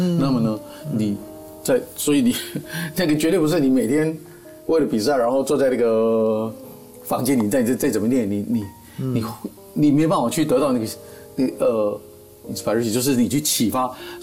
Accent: Taiwan; born there; 我还是一个台湾出生的一个华人音乐家

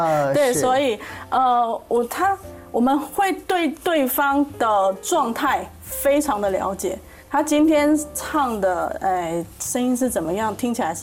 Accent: Taiwan; 他没看出我是台湾人，他以为我是日本人啊。

